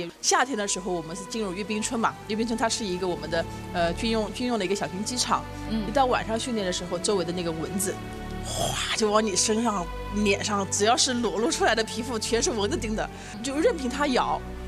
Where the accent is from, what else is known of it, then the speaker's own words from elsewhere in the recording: southern China, China; moved away as an adult; 那是我作为南方人第一次见到这么深的雪